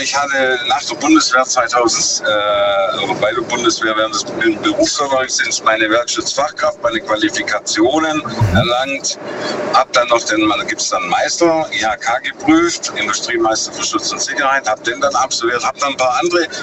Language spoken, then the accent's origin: German; Lenningen, Baden-Württemberg, Germany; Ich bin aus Lenningen.